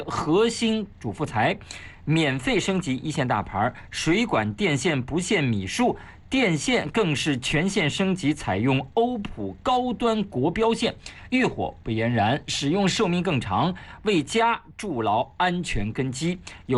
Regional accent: Shanxi, China; 那就是我的老家。我每次都特别想回山西，因为那里有很多的美食，因为那里还有家人，因为那里我每次一落地，然后听到山西话，虽然我不会说啊

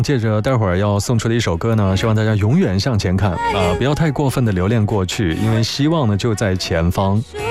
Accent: Guangdong, China; 其实我本身呢都是广东人嚟噶嘛，虽然粤语不是我的家乡话啦，但是从小啦，从细啦，都系听粤语长大嘅。

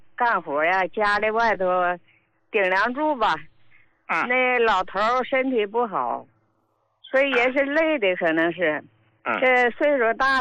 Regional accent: Qiqihar, Heilongjiang, China; 我是齐齐哈尔的。

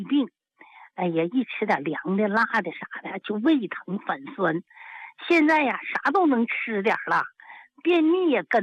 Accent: Zhaoyuan, Heilongjiang, China; accent: Northeastern; moved away as an adult; now in Guangxi, China; 我老家我是东北，我是黑龙江皂源县的。

